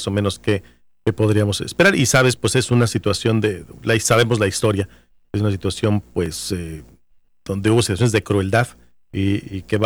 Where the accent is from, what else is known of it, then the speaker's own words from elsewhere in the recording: Mexico; nosotros como mexicanos y como católicos